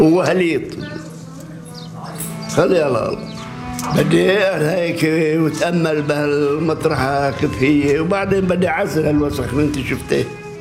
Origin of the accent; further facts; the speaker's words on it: South Governorate, Lebanon; born there; لأنه نحن خلقنا بالجنوب، ونحن دميتنا من الجنوب، وكل كلمة نملك من الجنوب